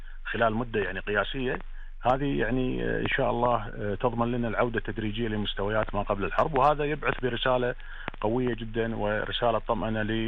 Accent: Kuwait; عندنا في الكويت

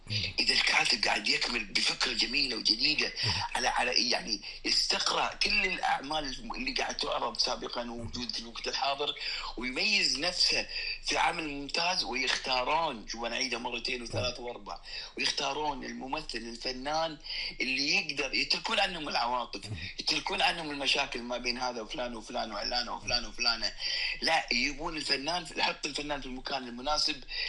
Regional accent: Kuwait

